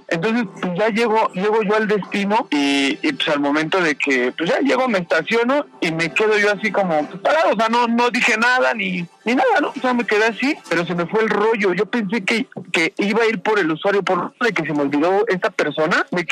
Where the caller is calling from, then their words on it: Mexico City, Mexico; Aquí andamos de Iztapalapa.